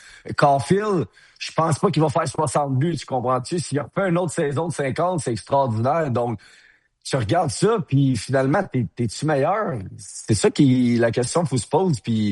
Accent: Quebec, Canada; Tu sais, on n'est pas beaucoup au Québec.

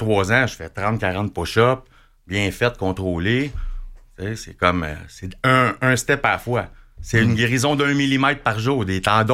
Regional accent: Pointe-aux-Trembles, Quebec, Canada; C'est Pointe-aux-Trembles, c'est mon secteur.

